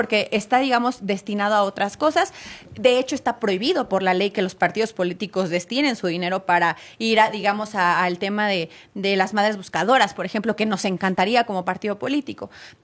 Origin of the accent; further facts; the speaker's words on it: Mexico; como pueblo mexicano es bien importante la solidaridad con el pueblo venezolano